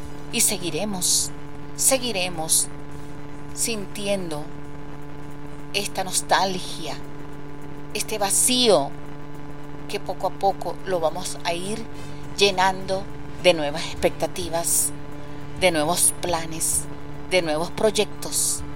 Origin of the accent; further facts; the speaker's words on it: Venezuela; enlazarnos como venezolanos, porque somos, el venezolano es uno